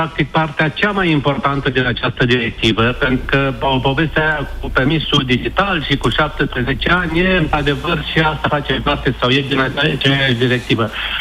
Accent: Romania

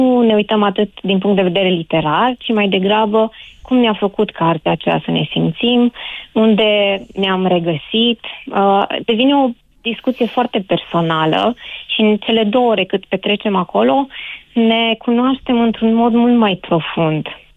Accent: Șimleu Silvaniei, Sălaj County, Romania; also born or lived in Timișoara; now in Sălaj, Romania; pornind din Șimleu Silvanie, din orașul meu natal

